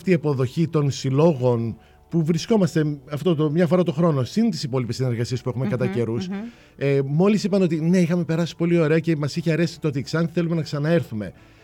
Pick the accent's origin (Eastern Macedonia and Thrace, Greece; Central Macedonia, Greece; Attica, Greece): Eastern Macedonia and Thrace, Greece; Xanthi; Είμαστε πολύ δεμένοι σε αυτό το κομμάτι εδώ οι ντόπιοι της Ξάνθης, οι Ξανθιώτες.